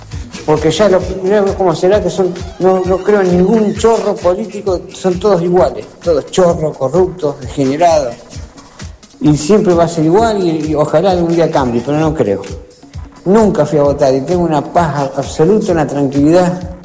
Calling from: Chivilcoy, Buenos Aires Province, Argentina; de Chivilcoy.

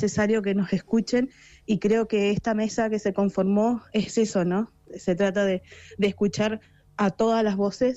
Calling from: Río Mayo, Chubut, Argentina; yo soy de Río Mayo, una localidad muy alejada de lo que es el valle, incluso la cordillera, estamos bien al sudoeste, digo cordillera, me refiero al Lago Puelo, por ahí que son localidades un poco más mencionadas que las nuestras

